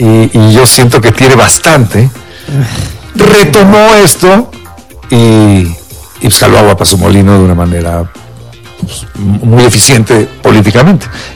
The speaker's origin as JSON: {"language": "Spanish", "country": "Mexico", "said": "Creo que estamos muy bien representados como mexicanos"}